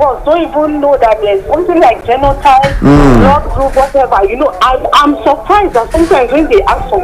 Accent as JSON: {"language": "English", "country": "Nigeria", "said": "You know, we Nigerians"}